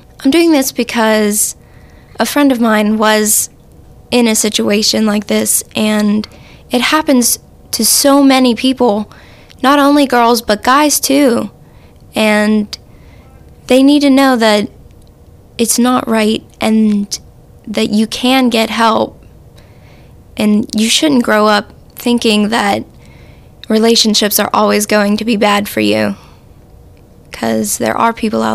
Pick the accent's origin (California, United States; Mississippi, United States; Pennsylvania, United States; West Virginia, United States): Pennsylvania, United States; South Allegheny; I'm in 11th grade, and I'm from South Allegheny.